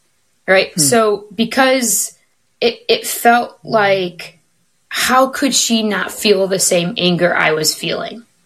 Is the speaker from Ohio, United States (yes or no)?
yes; Ohio, United States; now in Minnesota, United States; she's in Ohio, which is my hometown as well.